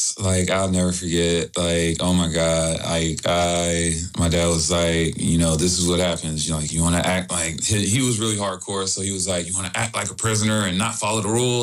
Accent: Houston, Texas, United States; So born and raised Houston, Texas

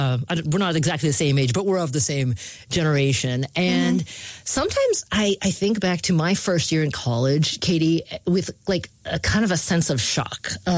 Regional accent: Oregon, United States; I wasn't a partier in high school, but I did witness one or two cow tippings growing up in Oregon.

